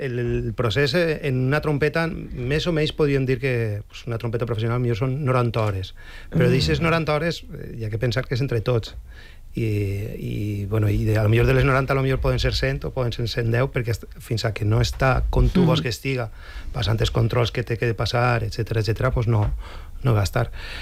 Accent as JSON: {"language": "Catalan", "town": "Bétera", "region": "Valencian Community", "country": "Spain", "said": "Soc de Vetera."}